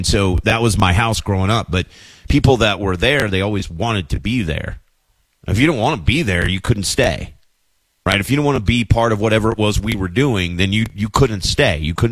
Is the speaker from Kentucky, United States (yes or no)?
yes; Waddy, Kentucky, United States; I think my family's Scotch-Irish. We're all from Waddy, Kentucky, and my grandparents told me that we were Scotch-Irish.